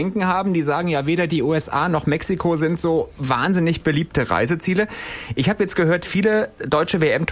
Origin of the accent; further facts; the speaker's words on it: Stuttgart, Baden-Württemberg, Germany; ich als Stuttgarter muss ja, ist ja klar.